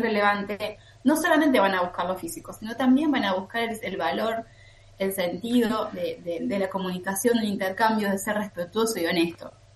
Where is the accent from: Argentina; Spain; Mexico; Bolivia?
Argentina; Concordia, Entre Ríos; yo soy de Concordia es una ciudad muy chica